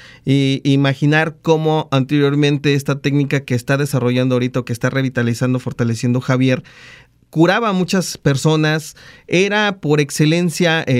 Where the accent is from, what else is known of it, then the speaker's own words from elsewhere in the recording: Veracruz, Mexico; born there; yo por nacimiento soy huasteco, de la Huasteca Veracruzana, en el norte del estado